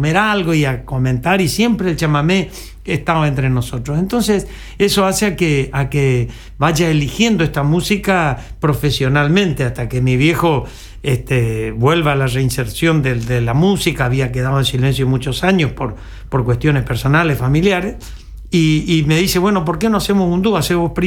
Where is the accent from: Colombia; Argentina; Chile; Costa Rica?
Argentina; Burucuyá, Corrientes; en mi infancia yo viví en Burucuyá